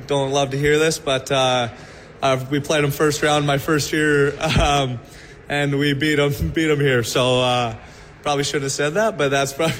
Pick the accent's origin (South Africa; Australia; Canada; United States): Canada; Saskatoon, Saskatchewan; Yeah, I grew up in Saskatoon. I played minor hockey there